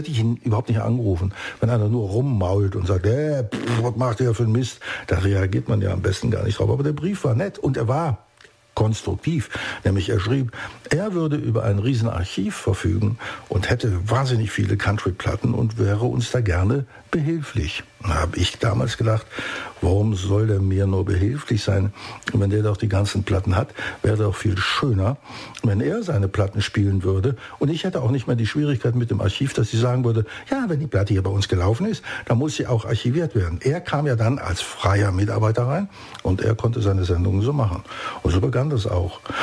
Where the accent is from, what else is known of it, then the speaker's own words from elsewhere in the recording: Cologne, North Rhine-Westphalia, Germany; Ich bin in Köln groß geworden und in Köln hörte man BFBS.